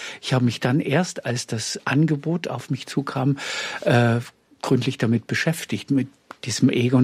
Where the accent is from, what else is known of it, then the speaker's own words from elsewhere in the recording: West Germany, Germany; Ich bin ja ein Wessi